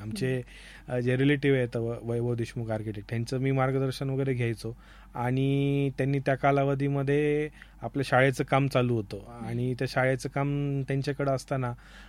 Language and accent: Marathi; Ahmednagar, Maharashtra, India; moved away as an adult; नंतर मग आर्किटेक्चर वगैरे साठी मला बाहेरच्या शहरांमध्ये जावं लागलं, परंतु सगळी जडणघडण वगैरे जी काय आहे ती नगर शहरातच झाली.